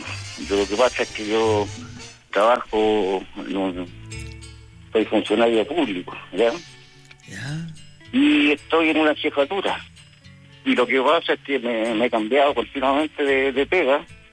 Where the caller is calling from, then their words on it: Coquimbo, Chile; soy de acá, de la región de Coquimbo, ¿ya? Y acá, bueno, siempre me... he trabajado en la zona acá